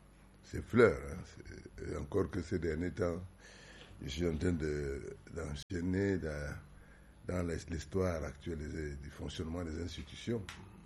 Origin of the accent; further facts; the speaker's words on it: Yoko, Centre, Cameroon; Moi, je me rappelle quand j'étais gamin, j'étais à Yoko. Mon père était gendarme.